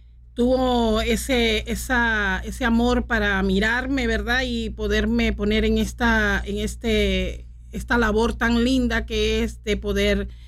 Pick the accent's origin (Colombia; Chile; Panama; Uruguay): Panama; moved away as an adult; now in Austin, United States; Bueno, yo soy de Panamá. Yo tengo como 35 años de vivir en los Estados Unidos.